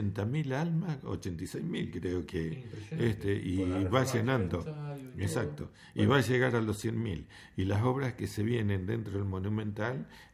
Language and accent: Spanish; Paraná, Entre Ríos, Argentina; cuando era chico, mira, en Paraná teníamos un vecino